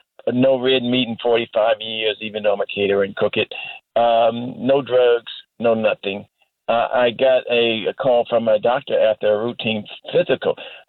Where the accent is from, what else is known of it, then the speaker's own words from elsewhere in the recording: Washington, District of Columbia, United States; I'm a third-generation Washingtonian, born and bred in Shaw area of Northwest Washington